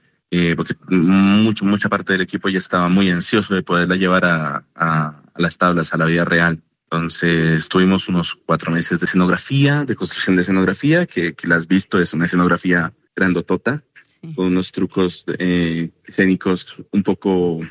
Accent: Colombia

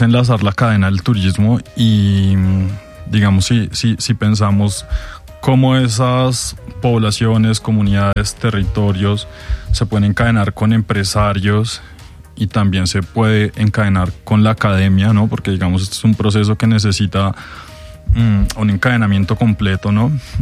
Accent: Chía, Cundinamarca, Colombia; nosotros somos de Chía y entonces ahí en los pueblitos uno se conoce con todo el mundo desde hace tiempo.

